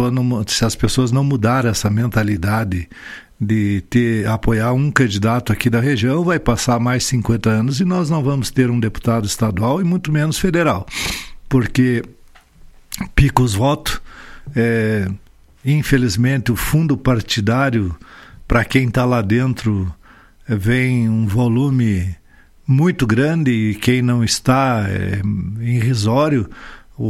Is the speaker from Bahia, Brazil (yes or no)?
no; Monte Alegre dos Campos, Rio Grande do Sul, Brazil; now in Vacaria, Brazil; Mas Monte Alegre é minha terra, né?